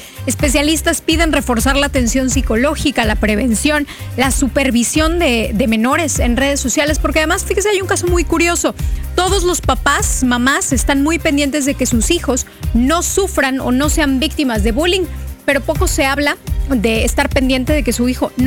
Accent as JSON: {"language": "Spanish", "town": "Guadalajara", "region": "Jalisco", "country": "Mexico", "said": "Yo soy de Guadalajara."}